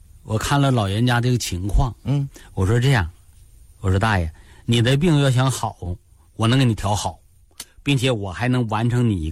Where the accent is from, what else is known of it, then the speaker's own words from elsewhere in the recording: Northeast China, China; 你就像我走去国外，我到哪儿我都会说我是东北人。